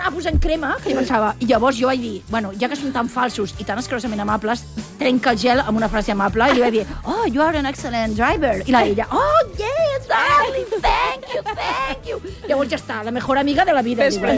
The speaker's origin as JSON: {"language": "Catalan", "region": "Catalonia", "country": "Spain", "said": "que sóc catalana"}